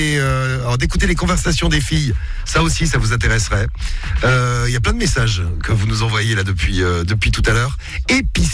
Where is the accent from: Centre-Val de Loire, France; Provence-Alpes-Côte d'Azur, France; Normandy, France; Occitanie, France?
Provence-Alpes-Côte d'Azur, France; Marseille